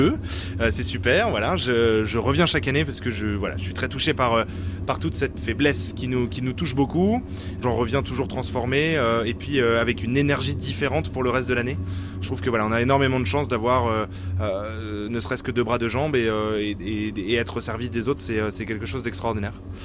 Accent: Lille, Hauts-de-France, France; c'est mon troisième pèlerinage en Rosaire, je suis originaire de Lille et je travaille à Bruxelles en hôtellerie.

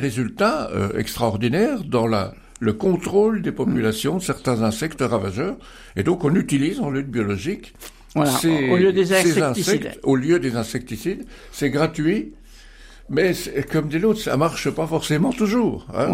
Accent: France; chez nous, en France

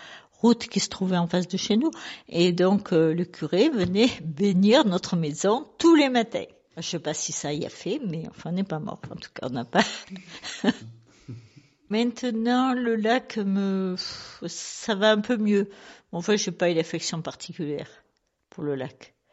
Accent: Savines, Provence-Alpes-Côte d'Azur, France; born or raised there

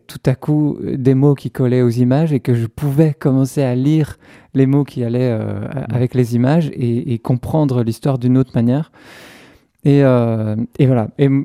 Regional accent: Braine-le-Comte, Wallonia, Belgium; J'ai grandi à Braine-le-Comte, dans le Hainaut.

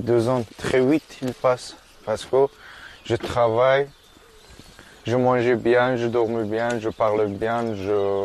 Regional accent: Afghanistan; French is a second language; moved away as an adult; now in France; je viens d'Afghanistan, j'ai 24 ans, j'habite à France, ça fait depuis 2 ans

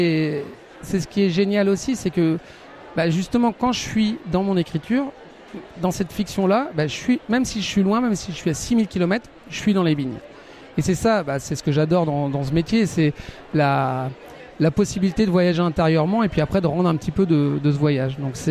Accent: Brittany, France; moved away; moi, je suis breton.

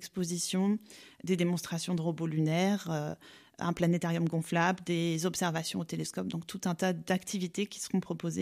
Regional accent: Nancy, Grand Est, France; Donc voilà, j'ai fait mes études à Nancy, j'ai grandi à Nancy, donc d'apporter la Lune chez moi, c'est aussi très important.

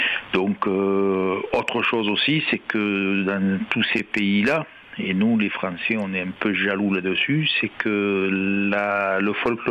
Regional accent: France; Alors, chez nous, en France, on a des qualités de groupe.

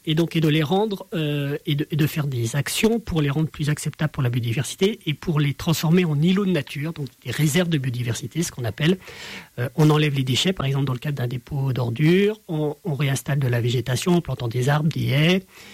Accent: Auvergne-Rhône-Alpes, France; qui nous impacte tous les jours, notamment chez nous en Isère, dans les secteurs de montagne.

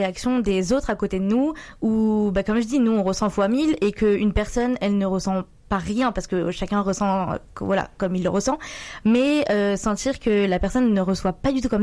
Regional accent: Vienne, Nouvelle-Aquitaine, France; moved away as an adult; Du coup, moi, je suis de la Vienne.

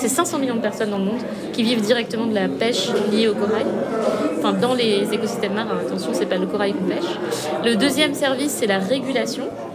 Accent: Madagascar; Je suis née à Madagascar, j'y ai grandi

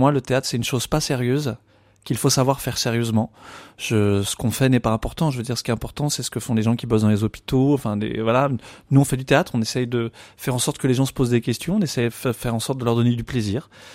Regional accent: Pays de la Loire, France; Je voulais revenir chez moi en Vendée après être parti en école nationale quand j'avais 18 ans. J'ai aujourd'hui 46 ans, bientôt 47.

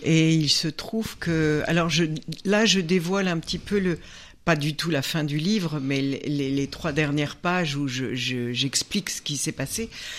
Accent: Paris, Île-de-France, France; born there; Et si je vous disais où je suis née, c'est terrible. Je suis née à Paris. Comme tous les Bretons parisiens.

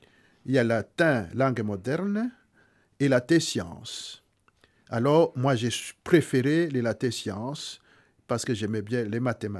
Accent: Rwanda; dans les années 80, chez nous au Rwanda, il y avait les écoles secondaires ordinaire

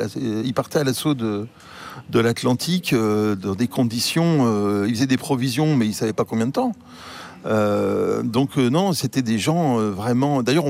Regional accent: Martinique; moved away; also born or lived in Rouen, France; je suis né à Rouen, donc les Normands, de toute façon, sont des grands navigateurs, des voyageurs, et j'ai grandi à la Martinique

